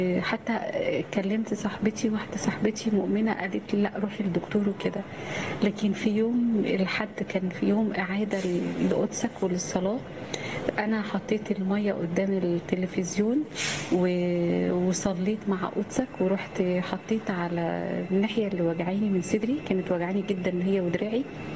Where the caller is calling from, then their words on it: Cairo, Cairo Governorate, Egypt; أنا بنتك من القاهرة،